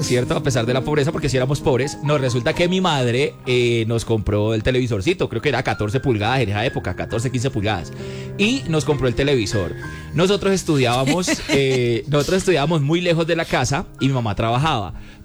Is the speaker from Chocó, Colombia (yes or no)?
no; Cali, Valle del Cauca, Colombia; Crecí, sí, literal. Es que crecí en Manuela Beltrán. Manuela Beltrán en Cali es un barrio súper pesado